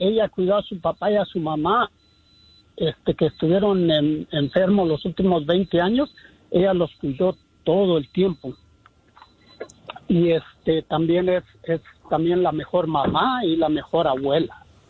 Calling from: Zacatecas, Mexico; yo soy Huichol de Zacatecas.

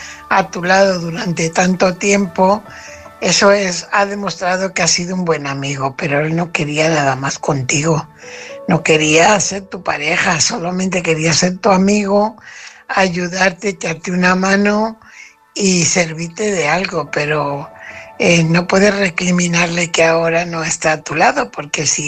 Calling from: Fuenlabrada, Community of Madrid, Spain; corresponsal de Fuenlabrada.

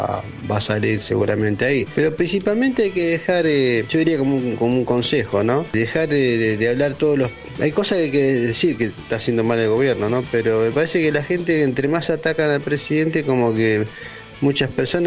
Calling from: Máximo Paz, Buenos Aires Province, Argentina; de Máximo Paz.

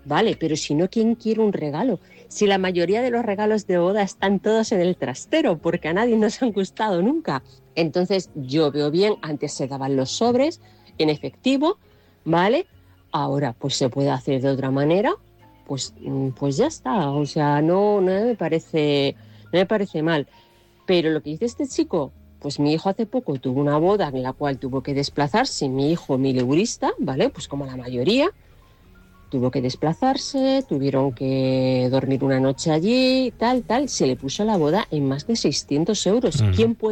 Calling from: Toledo, Castilla-La Mancha, Spain; de Toledo.

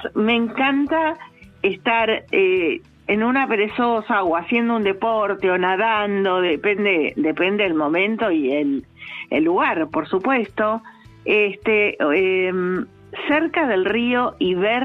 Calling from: Acasuso, Buenos Aires Province, Argentina; de Acasuso.

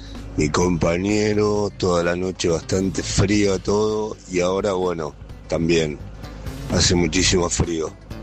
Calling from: Buenos Aires, Argentina; acá de Puerto Madero

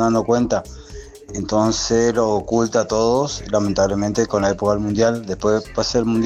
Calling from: Corrientes, Argentina; yo lo veo acá en la unidad penal número 1, antiguamente, acá en Corrientes Capital.

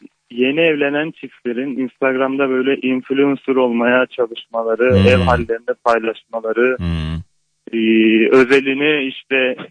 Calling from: Istanbul, Turkey; İstanbul'dan.

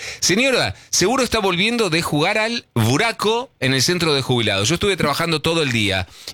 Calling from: Villa Ballester, Buenos Aires Province, Argentina; de Villa Ballester.

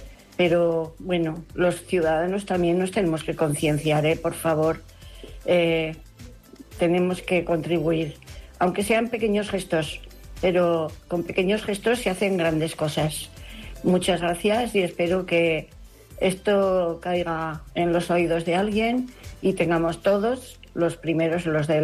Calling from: Zaragoza, Aragon, Spain; de Zaragoza, que alguna vez he llamado por el tema de colillas

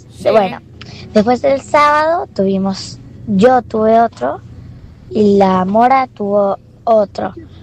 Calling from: San Martín, Argentina; de San Martín.

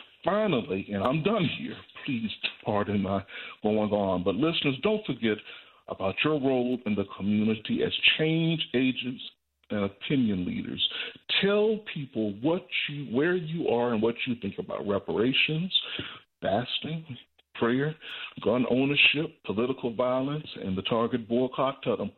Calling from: Georgia, United States; I'm calling from Georgia

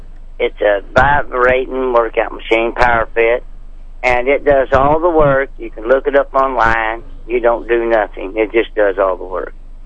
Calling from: Franklin, Missouri, United States; Franklin, Missouri.

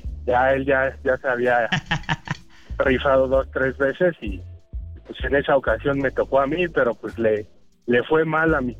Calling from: Tecámac, State of Mexico, Mexico; Ahorita ando de estos lados, de Cuautitlán, Izcalli, pero yo soy de Tecámac.

